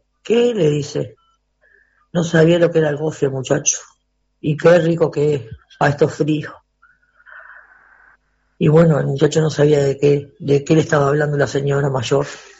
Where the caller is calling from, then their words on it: Montevideo, Uruguay; de la Unión.